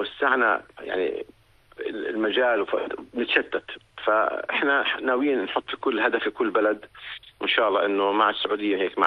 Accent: Jordan; بلدنا فيها هاي الخيرات

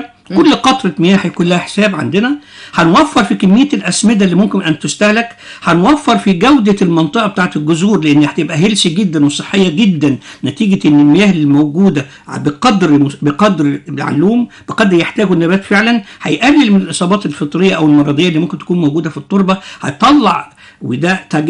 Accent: Egypt; احنا عندنا في مصر عندنا مشكلة طبعا زيادة سكانية رهيبة

